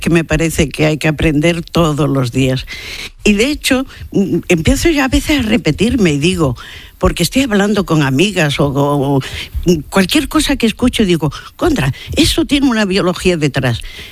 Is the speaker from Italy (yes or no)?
no; Andalusia, Spain; Y toco madera como buena andaluza, no lo he sufrido.